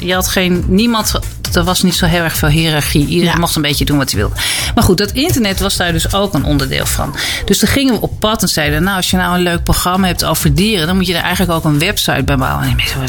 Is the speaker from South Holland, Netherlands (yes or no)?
no; Amstelveen, North Holland, Netherlands; now in Aalsmeer, Netherlands; Ik ben van origine, kom ik uit Amstelveen.